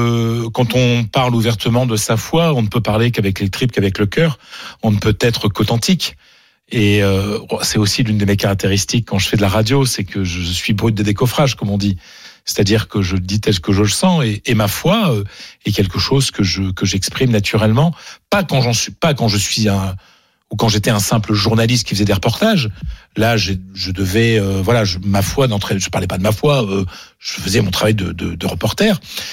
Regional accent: Mercatel, Hauts-de-France, France; also born or lived in Spain; now in Paris, France; j'ai été élevé dans la religion catholique, mais je veux dire culturellement, mais surtout culturellement. C'est-à-dire, moi je viens d'un petit village du Pas-de-Calais, une famille modeste.

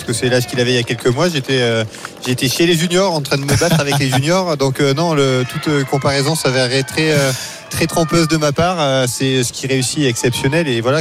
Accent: France; also born or lived in Vercors; now in Haute-Savoie, France; je suis originaire des Pyrénées

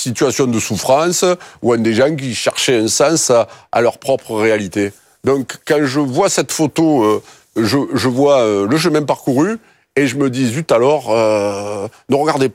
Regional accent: Marseille, Provence-Alpes-Côte d'Azur, France; Il a échappé à personne que mon authenticité s'entend toujours, pique un peu les yeux, mon accent, c'est un peu l'ail. Mais en fait, c'est d'où je viens, c'est mon histoire, en fait.

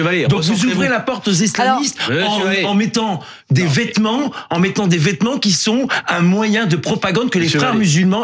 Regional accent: Lille, Hauts-de-France, France; born there; Donc moi je suis né à Lille et Roubaix, c'est la troisième ville du département.

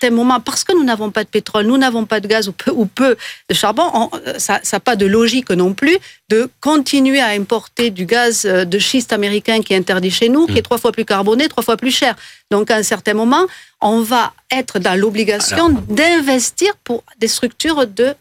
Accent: Pyrenees, France

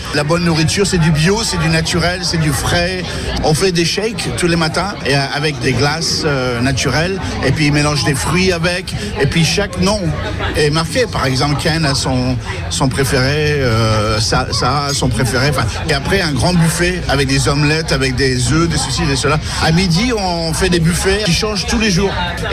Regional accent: France; moi je suis français, donc vous savez où mon cœur

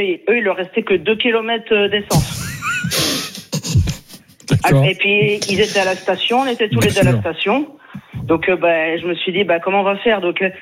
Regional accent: Pays de la Loire, France; je suis originaire des Pays de la Loire, là d'ailleurs j'habite en Mayenne

